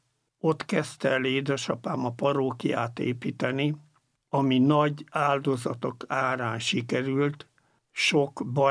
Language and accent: Hungarian; Pannonhalma, Győr-Moson-Sopron, Hungary; Amikor Pannonhalmán nevelkedtem, ott nagyon tehetségesnek tartottak